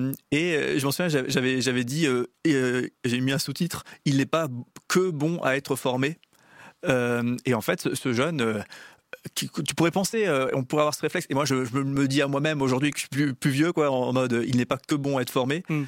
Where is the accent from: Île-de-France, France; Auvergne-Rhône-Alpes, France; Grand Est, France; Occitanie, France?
Grand Est, France; Strasbourg; Nous, ici, ce studio est à Strasbourg. Moi, je viens de Strasbourg.